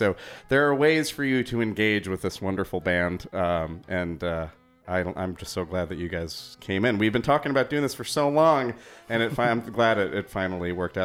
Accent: Minneapolis, Minnesota, United States; my hometown of Minneapolis, Minnesota.

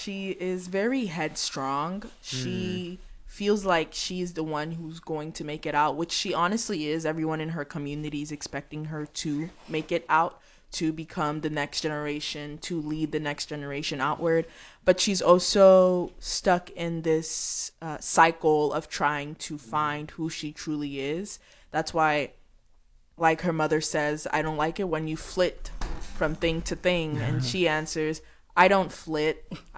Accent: Nigeria; I'm from Nigeria.

